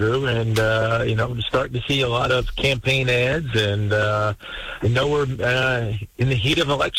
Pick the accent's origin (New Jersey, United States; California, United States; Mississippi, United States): New Jersey, United States; moved away as an adult; now in Naples, Florida, United States; I grew up in New Jersey. My wife grew up in New York, and we moved to Naples, Florida, 24 years ago.